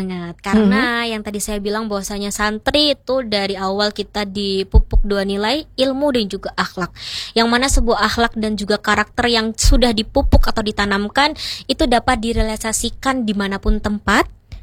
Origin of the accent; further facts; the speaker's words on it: Lampung, Indonesia; Jadi Haula Benazir itu titik pusatnya ada di Lampung, karena saya sendiri dari Lampung ya, ya.